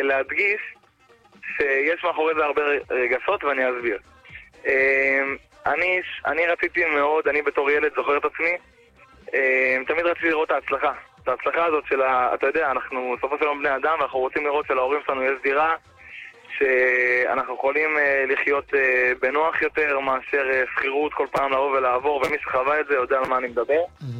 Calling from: Ramat Gan, Tel Aviv District, Israel; מרמת גן, בחור צעיר. נשוי ברוך השם, התחתנתי לפני כשנה.

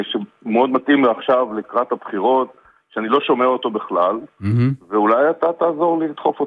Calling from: Haifa, Haifa District, Israel; אני מחיפה

